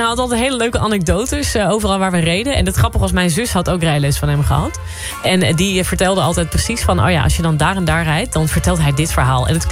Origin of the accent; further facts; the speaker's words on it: Hardenberg, Overijssel, Netherlands; Want ik kom uit Hardenberg. In Hardenberg heb je ook geen CBR.